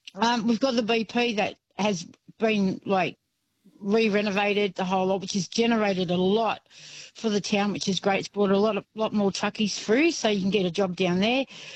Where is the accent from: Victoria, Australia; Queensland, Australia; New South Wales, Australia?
New South Wales, Australia; Penrith; now in Tullamore, Australia; And what Penrith.